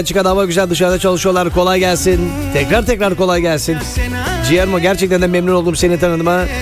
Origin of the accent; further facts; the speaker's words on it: Xanthi, Eastern Macedonia and Thrace, Greece; Yok abi, burada buralıyız yani. İskeçe'de. Yıl 1600. Yok, İskeçe doğumluyuz.